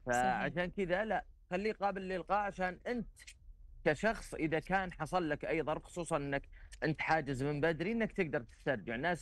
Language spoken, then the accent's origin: Arabic; Saudi Arabia; مش عندنا في السعودية.